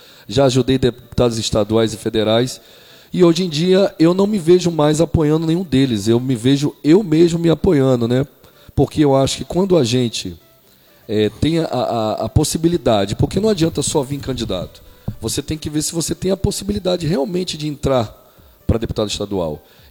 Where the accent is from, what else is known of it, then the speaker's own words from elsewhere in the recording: Salvador, Bahia, Brazil; born there; now in Araruama, Brazil; Nasci em Salvador, capital Salvador mesmo.